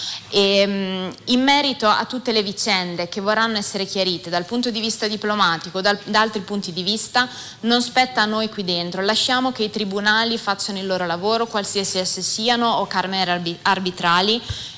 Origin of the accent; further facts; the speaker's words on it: San Marino